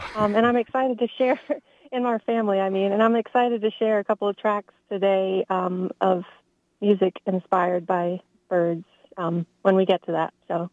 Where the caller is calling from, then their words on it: Cincinnatus, New York, United States; I'm calling from Cincinnati, New York. Tiny little town, about 40 minutes east of Ithaca.